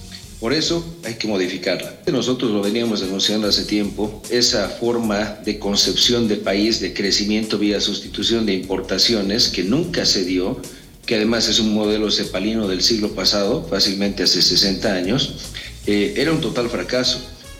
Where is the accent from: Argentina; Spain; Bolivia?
Bolivia